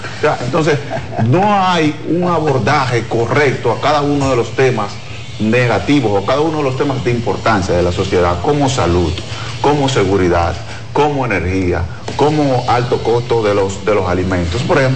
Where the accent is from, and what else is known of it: Dominican Republic